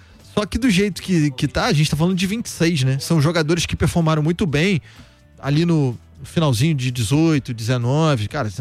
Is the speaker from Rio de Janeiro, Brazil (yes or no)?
yes; Rio de Janeiro, Brazil; a gente é do Rio de Janeiro. O motivo de estarmos falando do Santos tem a ver com o Rio de Janeiro.